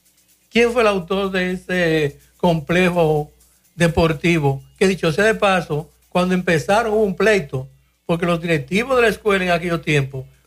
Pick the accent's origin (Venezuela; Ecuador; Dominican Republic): Dominican Republic; Moca, Espaillat; born there; donde nací